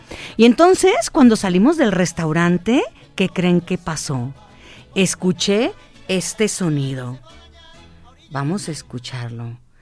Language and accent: Spanish; Autlán de Navarro, Jalisco, Mexico; born there; moved away